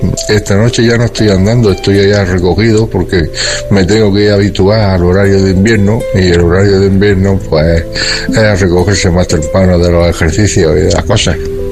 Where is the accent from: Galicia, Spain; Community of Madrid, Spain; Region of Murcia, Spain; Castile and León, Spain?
Region of Murcia, Spain; Fuente Álamo